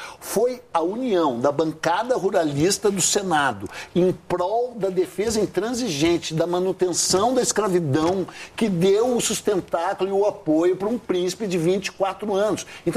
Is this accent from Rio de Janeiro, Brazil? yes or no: no; Rio Grande do Sul, Brazil; Eu sou gaúcho, mas não exerço.